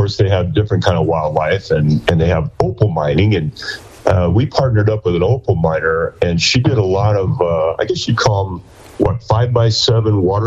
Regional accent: Beardstown, Illinois, United States; Well, we were both originally born and raised in Illinois. It turns out we're only about a half hour apart along the Illinois River. I was born in a town called Beardstown

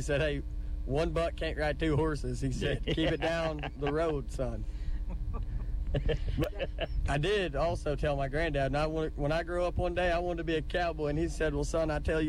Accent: Sterling, Oklahoma, United States; also born or lived in Lawton, Oklahoma; I grew up kind of in Sterling, so it's pretty hometown rodeo for me.

